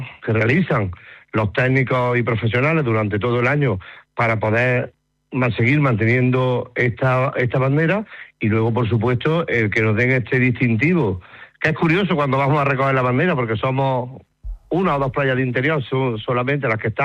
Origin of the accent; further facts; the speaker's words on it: Córdoba, Andalusia, Spain; Somos de Córdoba y sabemos las temperaturas que hace en invierno.